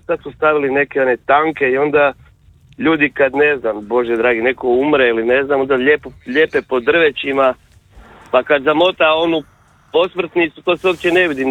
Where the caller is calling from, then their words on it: Zagreb, City of Zagreb, Croatia; Ja sam iz Dubca, inače. mi imamo lijep park tamo kroz naš kvart.